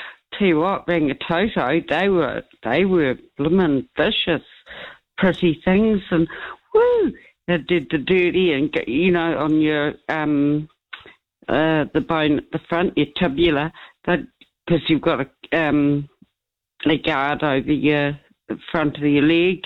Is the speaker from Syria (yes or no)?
no; Ireland; So I'm like an Irish person.